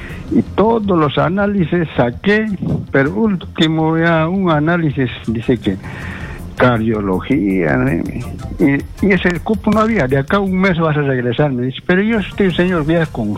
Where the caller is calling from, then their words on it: Puerto Maldonado, Madre de Dios, Peru; No soy de acá, soy de Puerto Maldonado.